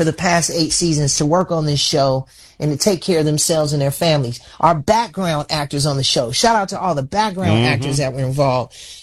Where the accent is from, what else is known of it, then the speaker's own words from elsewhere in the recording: Chicago, Illinois, United States; And also the support that I get from my fans and particularly my hometown of Chicago.